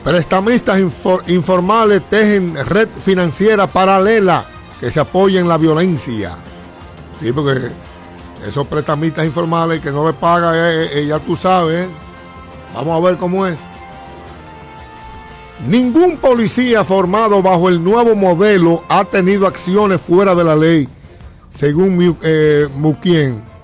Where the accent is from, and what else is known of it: Dominican Republic